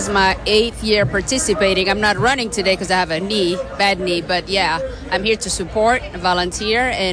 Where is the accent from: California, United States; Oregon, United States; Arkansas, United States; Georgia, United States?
Georgia, United States; Atlanta; from Atlanta, Georgia.